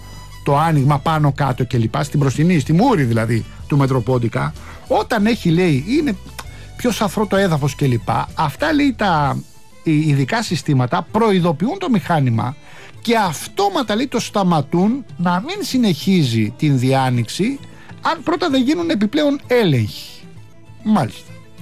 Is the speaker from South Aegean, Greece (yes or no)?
no; Rafina, Attica, Greece; Απλώς, εντάξει, στην περίπτωση αυτή είναι και ο τόπος μου και μαθαίνω 5 πράγματα παραπάνω. Τώρα, αφήνουμε τα της Ραφίνας.